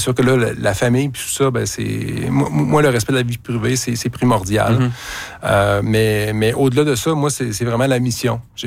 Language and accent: French; Quebec, Canada; Je suis moi-même de Louis Hébert.